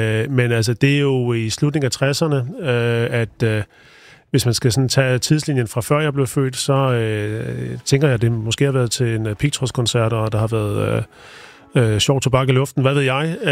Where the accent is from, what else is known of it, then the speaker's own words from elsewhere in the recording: Odense, Region of Southern Denmark, Denmark; jeg er fra Odense. Jeg er fra det, der hedder Sankt Clemens, som er en lille forstad til Odense, som har hele 5.000 indbyggere.